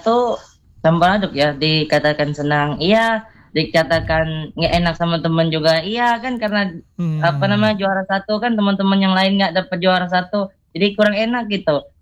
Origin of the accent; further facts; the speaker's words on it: Toboali, Bangka Belitung Islands, Indonesia; Jadi aktif aku di kampung aku tuh jadi muazin di masjid itu. Di mana kampungnya? Di Toboali, Kampung Teladan.